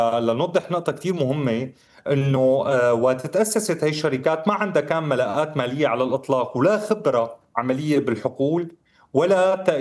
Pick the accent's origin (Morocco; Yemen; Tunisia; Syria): Syria; نحن ما بنعرف يعني كسوريين